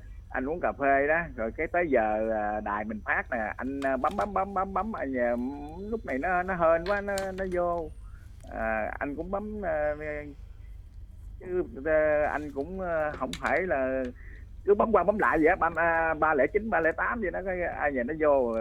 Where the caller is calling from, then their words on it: Ho Chi Minh City, Vietnam; mình gọi tới từ thành phố Hồ Chí Minh á